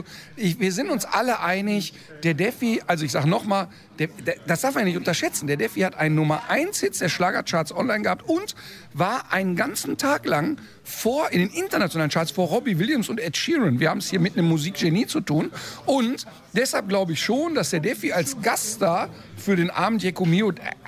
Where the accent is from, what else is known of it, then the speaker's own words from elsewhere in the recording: North Rhine-Westphalia, Germany; moved away as an adult; now in Cologne, Germany; ich komme hier vom linken Niederrhein. Also ich bin ja hier aufgewachsen, ich bin hier geboren in der Region. Mein Vater lebt noch hier, ich habe Freunde, die hier leben.